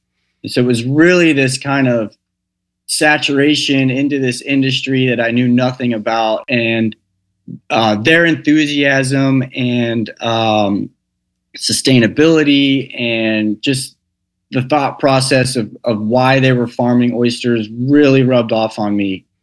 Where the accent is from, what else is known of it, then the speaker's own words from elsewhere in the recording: Texas, United States; moved away; I'm from Texas originally, and you know, I'll go back to visit my parents